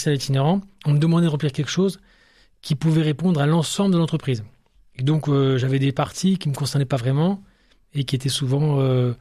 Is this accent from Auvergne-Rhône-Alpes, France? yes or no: no; Aix-en-Provence, Provence-Alpes-Côte d'Azur, France; born or raised there; also born or lived in Lille; now in Niort, France